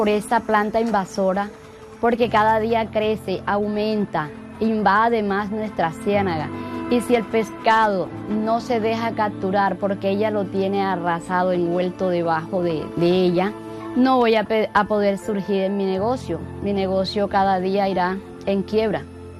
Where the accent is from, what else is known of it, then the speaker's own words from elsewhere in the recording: Nueva Venecia, Magdalena, Colombia; born there; Yo nací aquí en Nueva Venecia, orgullosa de ser veneciana.